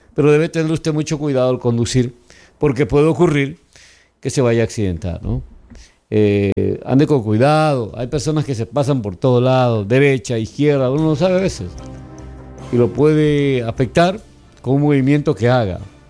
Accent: Coast, Ecuador; accent: costeño; now in Manta, Ecuador; Somos de la costa nosotros, claro, hablamos como costeño.

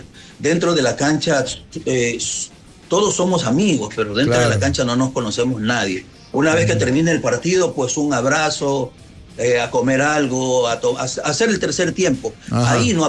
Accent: Ecuador; porque somos hermanos ecuatorianos, somos hermanos de esta hermosa, bella tierra que es el Ecuador

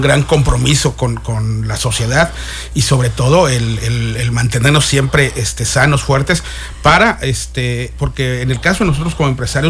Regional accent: Mexico City, Mexico; born there; moved away as an adult; now in Cancún, Mexico; Yo nací en la Ciudad de México.

